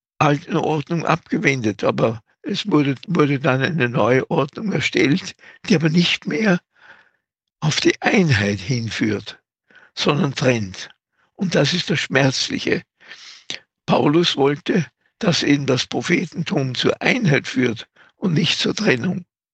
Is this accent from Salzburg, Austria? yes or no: yes; Salzburg, Austria; Aber auch bei uns in Österreich, in Salzburg, da haben wir die heiligen Rupert, Virgil und Ehrentrud.